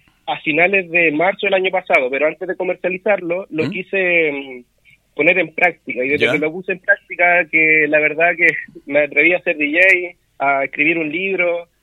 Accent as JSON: {"language": "Spanish", "town": "Rengo", "region": "O'Higgins", "country": "Chile", "tie": "born or raised there", "also_born_or_lived": "Rancagua", "said": "No, nací en Rancagua, pero he vivido toda mi vida en Rengo."}